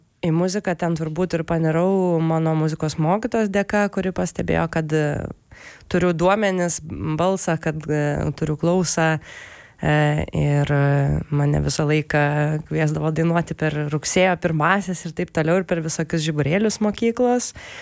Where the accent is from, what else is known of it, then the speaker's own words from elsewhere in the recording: Vilnius, Vilnius County, Lithuania; also born or lived in Kretinga; Aš užaugau Vilniuje, Karoliniškių rajone. Tai 3 metus gyvenau Kretingoj, nuo 3 iki 6, ir kai atėjo laikas eiti į mokyklą, tai su tėvais grįžome į Vilnių.